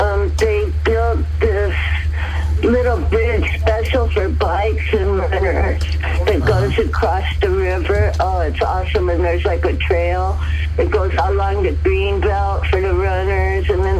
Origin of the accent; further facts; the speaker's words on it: Los Angeles, California, United States; now in Austin, United States; I'm actually from Hollywood.